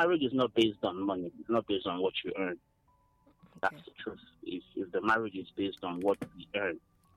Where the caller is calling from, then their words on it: Enugu, Enugu State, Nigeria; I'm calling from New Haven Extension.